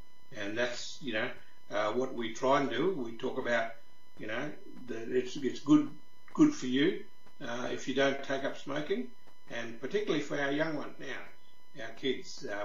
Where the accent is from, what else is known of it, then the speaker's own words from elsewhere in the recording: Darwin, Northern Territory, Australia; now in Canberra, Australia; I'm from Darwin originally. Kungurrukan on my mother's side and Iwijaw on my father's side, and we also have roots back to the Wonga people, which is just south of Kakadu National Park.